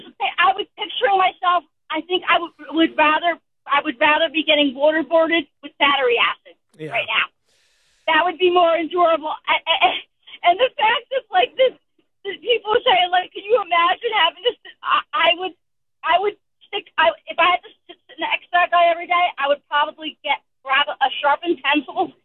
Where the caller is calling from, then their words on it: New Jersey, United States; I'm from South Jersey, so, okay. You know, like, by Atlantic City